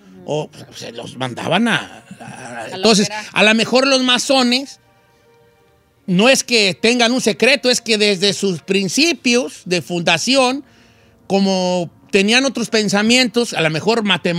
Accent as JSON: {"language": "Spanish", "country": "Mexico", "said": "los mexicanos que somos, pues, de muchos, de los nahuas y mayas y zapotecas y mixtecas"}